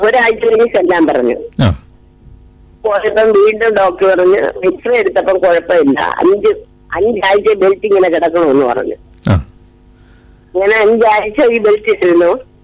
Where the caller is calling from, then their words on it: Peyad, Kerala, India; ഞാൻ പേയാട് നിന്നാണ്.